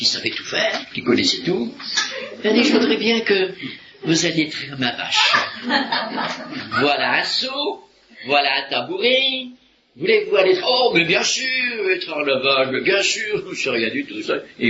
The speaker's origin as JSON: {"language": "French", "region": "Hauts-de-France", "country": "France", "said": "Ces deux gars du Nord, vous voyez, je suis du Nord aussi, hein."}